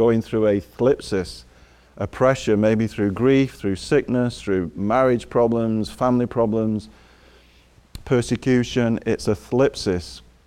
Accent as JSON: {"language": "English", "region": "England", "country": "United Kingdom", "said": "You know, Gary, I'm from England, as you announced at the start"}